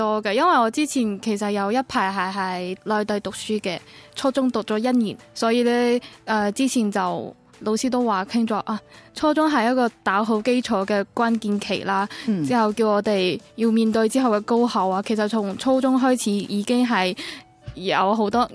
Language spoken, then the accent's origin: Cantonese; Hong Kong; also born or lived in Mainland China; 我系嚟自中国香港嘅